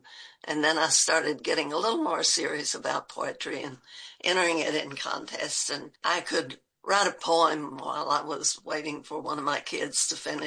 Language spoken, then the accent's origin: English; Kentucky, United States; also born or lived in West Virginia; now in Tennessee, United States; I was born in West Virginia, born in Granttown. My family moved back to southeastern Kentucky when I guess I was 5 or 6 months old. So I really have no memories of West Virginia.